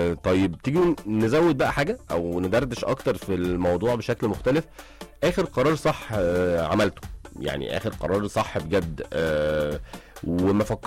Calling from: Ismailia, Ismailia Governorate, Egypt; صباح الفل عليك … بسمعك من الاسماعيليه

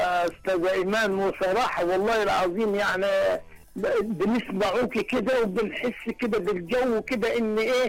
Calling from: Aswan Governorate, Egypt; يعتبر عندنا في أسوان

